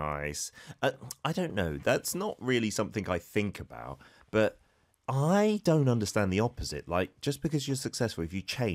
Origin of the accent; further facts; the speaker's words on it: United Kingdom; I'm a British gentleman.